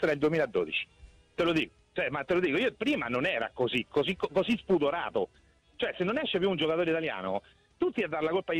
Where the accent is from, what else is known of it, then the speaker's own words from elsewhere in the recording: Terni, Umbria, Italy; io sono di Terni, quasi ormai ultimamente me ne vergogno quasi a dirlo